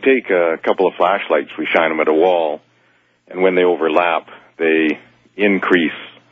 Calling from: Calgary, Alberta, Canada; I'm in Calgary, Alberta.

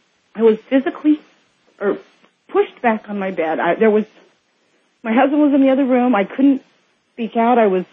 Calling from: Richland, Washington, United States; from Richland, Washington

